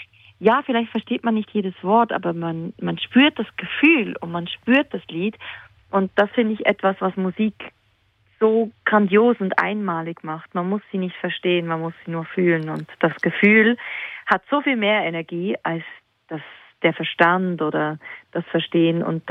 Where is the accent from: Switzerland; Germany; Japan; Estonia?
Switzerland; Ja, klar. Die Schweiz ist meine Heimat. Die Schweiz sind meine Wurzeln.